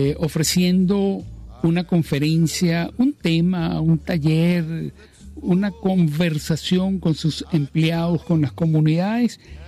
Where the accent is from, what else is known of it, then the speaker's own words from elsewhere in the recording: Venezuela; la actitud que tenemos como venezolanos